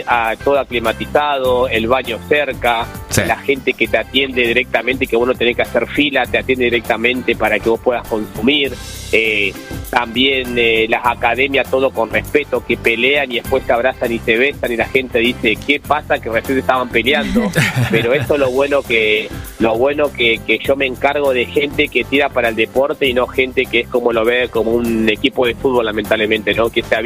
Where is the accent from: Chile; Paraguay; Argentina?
Argentina; Neuquén; Yo soy un competidor de Neuquén que ha estado en los mejores eventos de tanto de Argentina como también en el mundo.